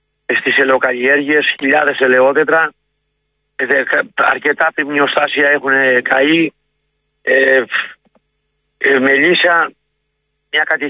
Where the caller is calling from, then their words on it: Xironomi, Central Greece, Greece; για το χωριό μου